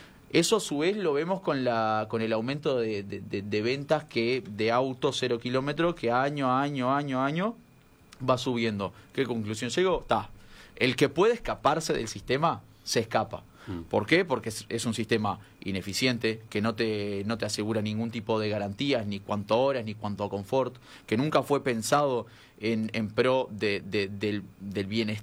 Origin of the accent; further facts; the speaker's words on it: Rivera, Uruguay; born there; now in Montevideo, Uruguay; nací en Rivera y porque me tuve que venir a Montevideo por una cuestión de oportunidades